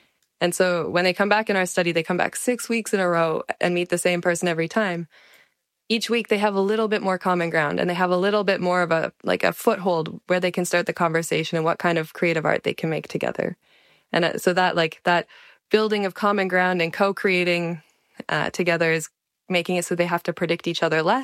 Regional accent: Canada; I'm from Canada."

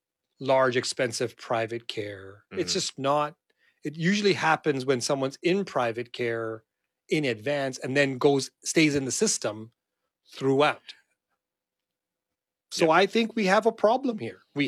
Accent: Canada; As a Canadian, I want everybody to have access to healthcare.

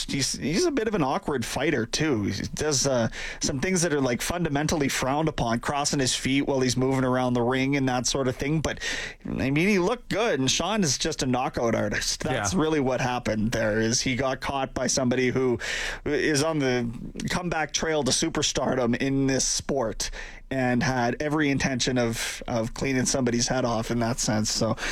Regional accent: Canada; as a Canadian

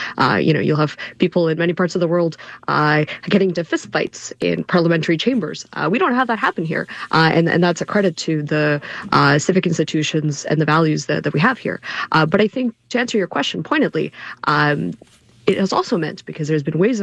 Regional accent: British Columbia, Canada; what can we as British Columbians

